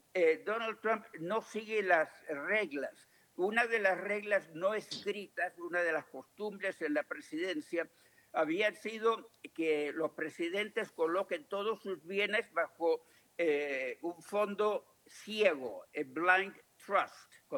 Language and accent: Spanish; United States; Nosotros somos, nosotros los estadounidenses, somos signatarios de la Convención de las Naciones Unidas acerca de exilados.